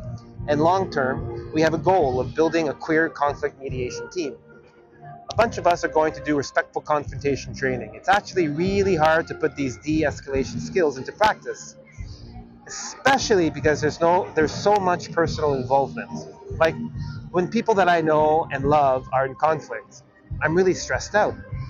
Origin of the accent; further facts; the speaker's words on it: Canada; I'm Canadian.